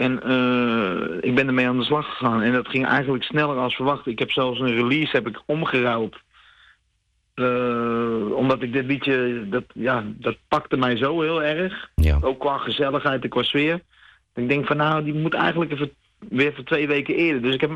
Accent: Utrecht, Netherlands; moved away; ik kom oorspronkelijk uit Utrecht.

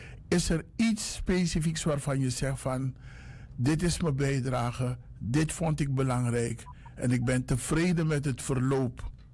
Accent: Suriname; now in Netherlands; wij als Surinamers

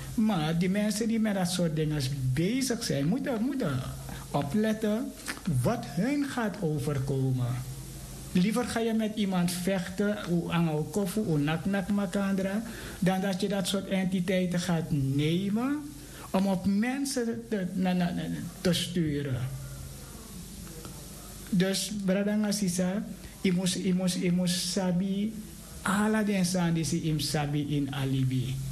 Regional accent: Suriname; Als Surinamers weten we dat je we noemen die dingen Jorka hebt.

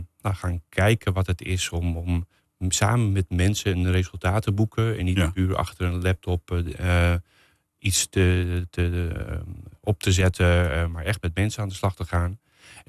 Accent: Amsterdam, North Holland, Netherlands; En grootgebracht in Amsterdam-Noord. En dan zeggen ze wel eens, ben je niet echt een Amsterdammer, maar ik voel me een echte Amsterdammer.

